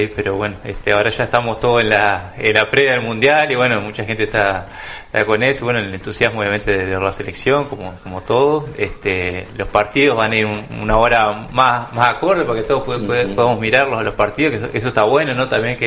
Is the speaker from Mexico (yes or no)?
no; Uruguay; como todo ciudadano, como todo uruguayo